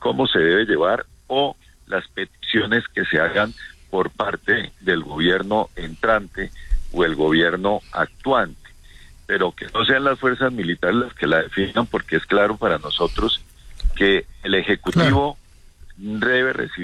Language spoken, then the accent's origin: Spanish; Colombia; lo que uno quiere como colombiano